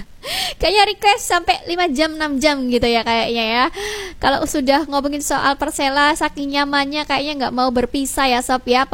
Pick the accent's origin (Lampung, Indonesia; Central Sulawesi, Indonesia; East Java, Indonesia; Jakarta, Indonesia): East Java, Indonesia; Lamongan; kalau ditanya kamu orang mana, orang Lamongan